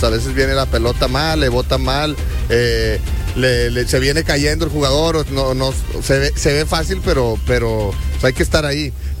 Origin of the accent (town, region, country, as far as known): Mexico